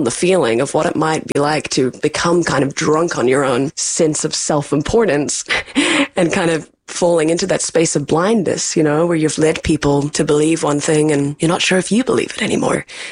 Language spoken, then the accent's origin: English; New Zealand; now in United States; as a New Zealander living in America